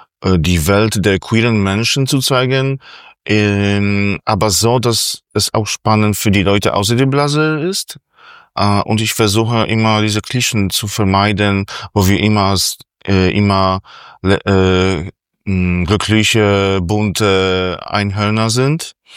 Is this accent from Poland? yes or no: yes; Bydgoszcz, Kuyavian-Pomeranian Voivodeship, Poland; German is a second language; moved away as an adult; now in Berlin, Germany; ich komme aus Polen, genau heißt die Stadt Bydgoszcz. Und in Berlin wohne ich seit 2015. Ich bin 40 Jahre alt, fast 41.